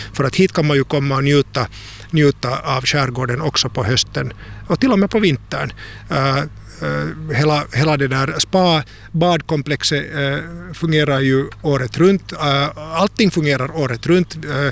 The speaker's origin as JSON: {"language": "Swedish", "town": "Tampere", "region": "Pirkanmaa", "country": "Finland", "tie": "born or raised there", "also_born_or_lived": "Helsinki", "said": "Alltså jag är ju ursprungligen Tammerforspojke. Jag har vuxit upp i Tammerfors och gått svenska samskolan i Tammerfors"}